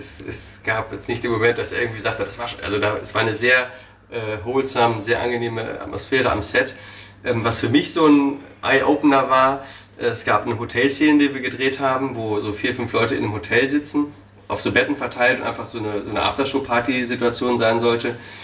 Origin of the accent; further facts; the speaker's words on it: Osnabrück, Lower Saxony, Germany; Also ich komme aus Osnabrück, Norddeutschland.